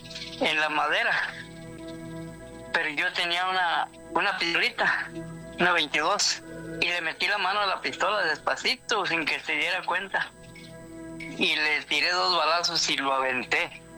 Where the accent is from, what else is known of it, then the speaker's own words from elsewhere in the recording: Michoacán, Mexico; Y yo soy del estado de Michoacán.